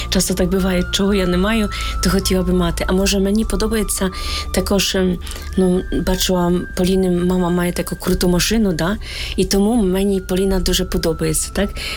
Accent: Boryspil, Kyiv Oblast, Ukraine; Так, і я також з Борисполя, парафія Переображення Господнього

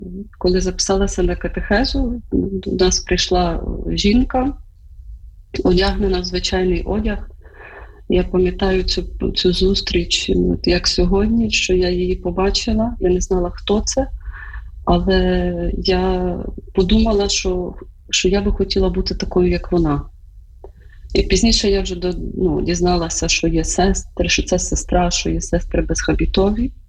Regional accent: Zhytomyr, Zhytomyr Oblast, Ukraine; Ну, я народилася в Житомирі і виросла.

